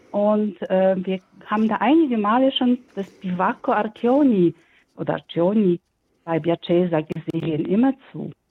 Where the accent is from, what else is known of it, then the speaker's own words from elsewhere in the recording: Poland; German is a second language; ich komme ja auch aus Polen und habe nur ein bisschen Russisch gelernt.